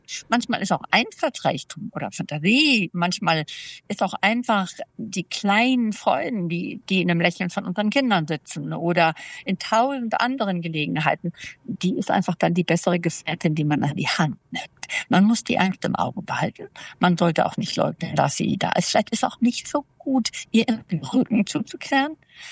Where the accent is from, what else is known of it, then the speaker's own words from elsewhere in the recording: Germany; als Deutsche